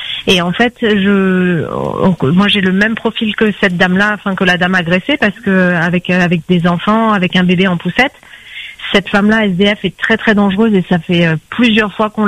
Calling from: Saint-Pierre, Réunion; j'habite à Saint-Pierre en centre-ville près du front de mer

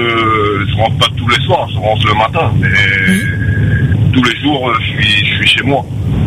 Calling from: Auvergne-Rhône-Alpes, France; comme je suis à côté de Lyon.

